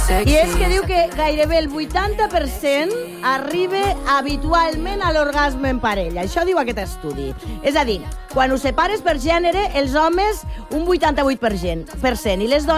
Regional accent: Lleida, Catalonia, Spain; A Lleida no tenim fantasies, anem directament per feina.

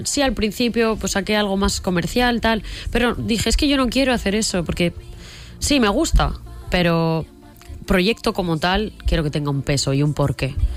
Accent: Spain; Pero creo que ser una mujer española para mí tiene un peso increíble. Me siento muy orgullosa de donde vengo, de mis raíces, de lo que somos.

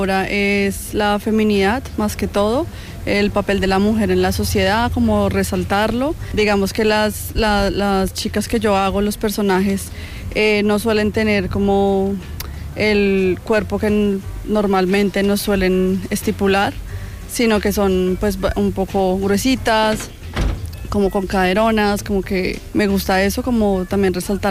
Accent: Colombia; moved away as an adult; now in Spain; yo soy migrante, yo soy colombiana, llevo 10 años acá

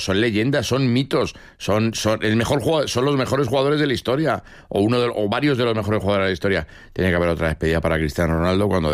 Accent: Madrid, Community of Madrid, Spain; Es como yo que nací en O'Donnell, la maternidad de O'Donnell, pero claro, yo estaba en Vallecas, no había hospital en Vallecas.

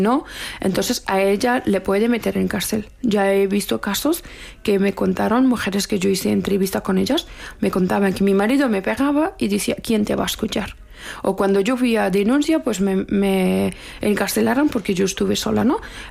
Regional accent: Afghanistan; Spanish is a second language; moved away; cuando yo salí de Afganistán salí con una bandera de Afganistán y no tenía nada. Pero cuando salieron mis padres, pues me trajeron este disco duro

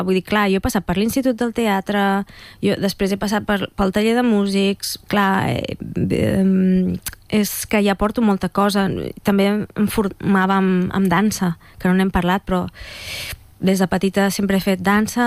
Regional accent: Manresa, Catalonia, Spain; de petita ja estava estudiant al Conservatori de Manresa, jo sóc de Manresa.

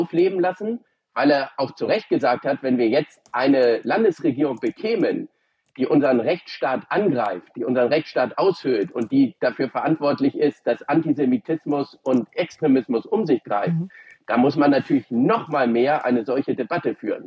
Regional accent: Hamburg, Germany; Ja, also ich komme ja nicht aus Bayern, sondern bin Hamburger Jung

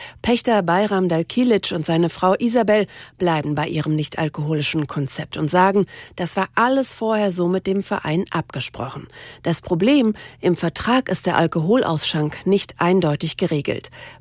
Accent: Cologne, North Rhine-Westphalia, Germany; Ich als Kölnerin

